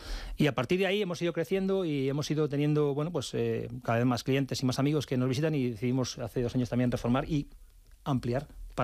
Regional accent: Spain; moved away as an adult; now in Tongeren, Belgium; soy el único español en la compañía, en la sede central.

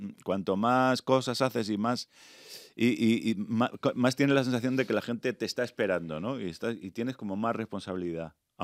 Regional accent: Ajofrín, Castilla-La Mancha, Spain; born or raised there

